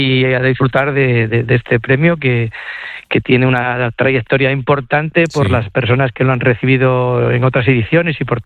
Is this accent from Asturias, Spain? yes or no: yes; Gijón, Asturias, Spain; also born or lived in León; yo me siento gijonés del alma y 100% gijonés, aunque haya nacido de forma ocasional en León